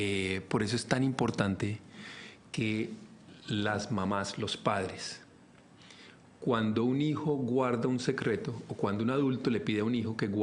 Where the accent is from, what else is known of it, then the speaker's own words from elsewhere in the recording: Colombia; born there; Yo nací en Colombia, mi mamá se muda para Estados Unidos y nos quedamos nosotros en Colombia. En ese momento ya ahí dejé de creer en Dios.